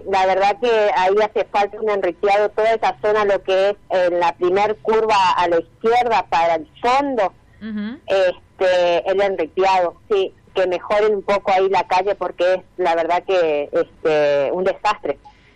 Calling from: Argentina; Yo soy de Villa Prosperidad

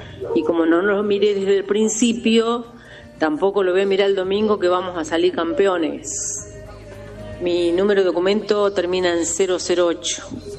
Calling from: Patricios, Buenos Aires, Argentina; de Patricio, partido 9 de julio.

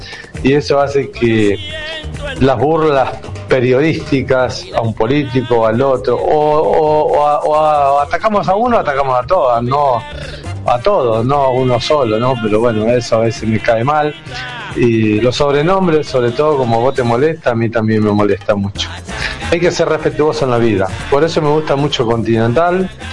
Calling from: Quilmes, Buenos Aires Province, Argentina; de Quilmes.

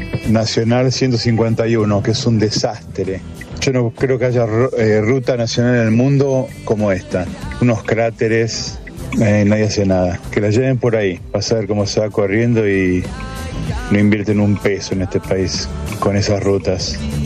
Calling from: Buenos Aires, Argentina; de Palermo.

